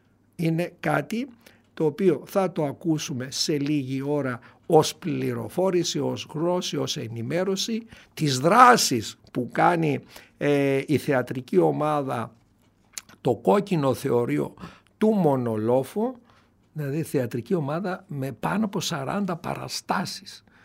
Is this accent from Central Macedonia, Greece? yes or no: yes; Kilkis, Central Macedonia, Greece; born there; στην πατρίδα μου στο Κιλκής, τον τόπο μου το γενέθλιο